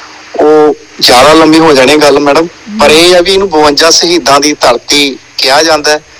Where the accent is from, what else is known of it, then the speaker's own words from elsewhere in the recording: Longowal, Punjab, India; ਪਿੰਡ ਮੇਰਾ ਲੌਂਗੋਵਾਲ ਹੈ ਤੇ ਸਾਡਾ ਨੀ ਕਸੂਰ, ਸਾਡਾ ਜ਼ਿਲ੍ਹਾ ਸੰਗਰੂਰ ਹੈ ਜੀ।